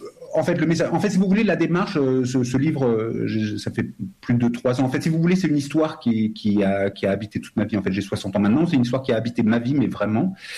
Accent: France; regardez, moi aussi, je suis né de parents étrangers, je suis ici, je suis Français, voilà quoi.

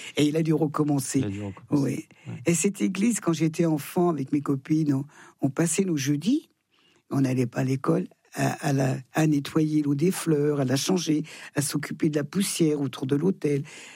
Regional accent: Thonon-les-Bains, Auvergne-Rhône-Alpes, France; born there; Je suis née à Thonon.

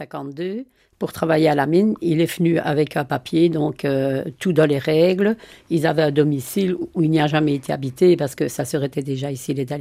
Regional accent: Italy; born there; Je suis née en Italie, donc.

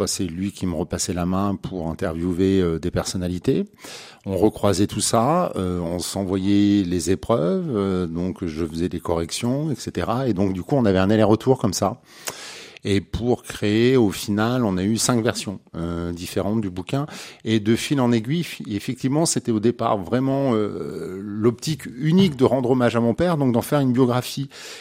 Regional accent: Auvergne-Rhône-Alpes, France; nous sommes des taiseux, on est des Auvergnats, de la campagne, de la montagne

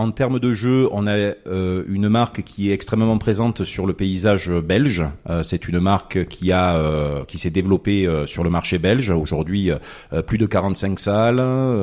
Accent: Marseille, Provence-Alpes-Côte d'Azur, France; accent: Marseillais; moved away; originaire de Marseille. Bon, je pense que mon accent le trahit.

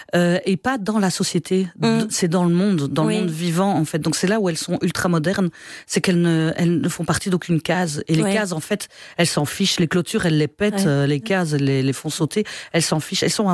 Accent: Luxembourg, Belgium; on part de la province du Luxembourg, je fais des études à Louvain-la-Neuve, faut que j'enlève mon accent.

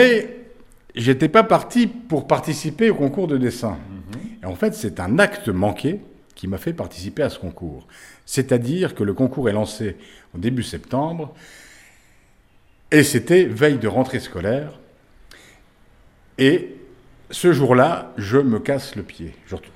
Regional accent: Château-Regnault, Grand Est, France; also born or lived in Charleville; Je suis né à Charleville et j'ai poussé à Château-Regnault

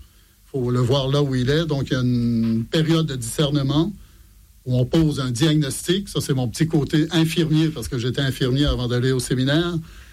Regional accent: Montreal, Quebec, Canada; moved away as an adult; now in France; 2001 de quitter le Québec où j'étais en pastoral jeunesse dans l'archidiocèse de Montréal.

